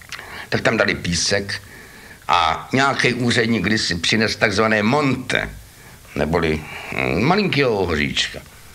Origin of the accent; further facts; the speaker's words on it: Prague, Czechia; born there; jsem se narodil na Smíchově